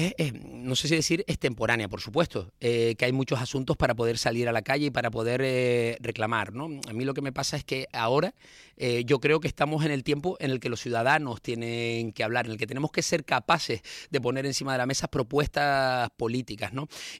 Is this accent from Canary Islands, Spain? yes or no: yes; Canary Islands, Spain; a mí, como canario, me preocupa saber qué ideas tienen para Canarias.